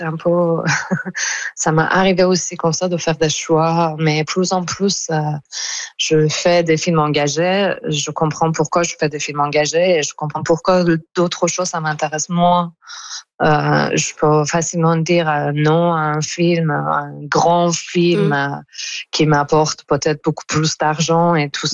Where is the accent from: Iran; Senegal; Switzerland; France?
Iran; moved away; comme tous les autres Iraniens, soit en Iran, soit en diaspora, on est tous et toutes en deuil.